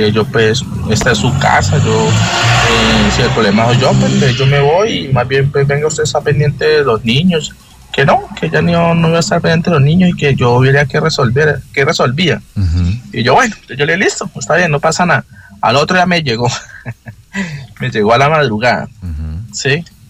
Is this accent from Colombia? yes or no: yes; Neiva, Huila, Colombia; Pues, resulta que nosotros somos de Neiva, ¿sí?